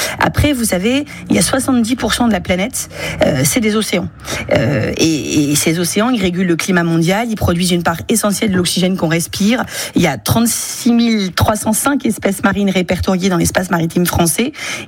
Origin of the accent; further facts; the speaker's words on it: Hénin-Beaumont, Hauts-de-France, France; moved away; moi, je viens du bassin minier du Pas-de-Calais. Je me rappelle à Hénin-Beaumont, en CM2